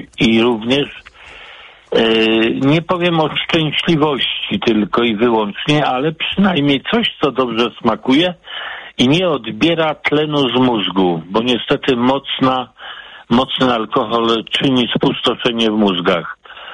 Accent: Poznań, Greater Poland Voivodeship, Poland; kłania się rodowity Poznaniak, czyli

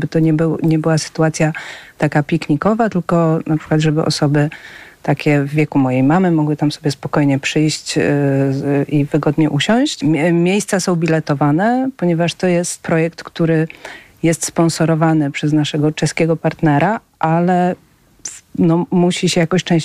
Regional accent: Warsaw, Masovian Voivodeship, Poland; born there; ja jestem warszawianką z urodzenia i ja w Zamku Królewskim, może byłam raz w życiu, wstyd przyznać, z jakąś wycieczką szkolną

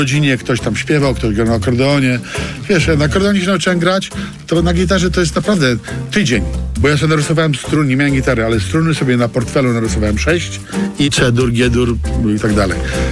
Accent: Wrocław, Lower Silesian Voivodeship, Poland; born there; ja żartuję, że rodowity wrocławianin

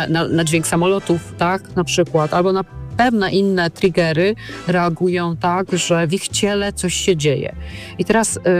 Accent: Częstochowa, Silesian Voivodeship, Poland; also born or lived in Katowice; bo ja mieszkałam, studiowałam w Katowicach, pochodzę z Częstochowy, a mój małżonek jest z Warmii.

